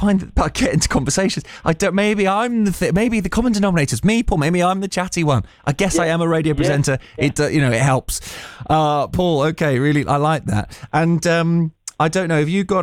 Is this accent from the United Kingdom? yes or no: yes; South West England, United Kingdom; I'm not from London, I'm from the southwest.